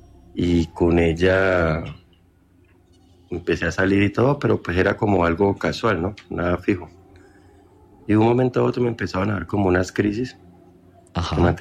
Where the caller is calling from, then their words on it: Cali, Valle del Cauca, Colombia; yo vivo en Cali, y hace unos 20 años, yo tengo 41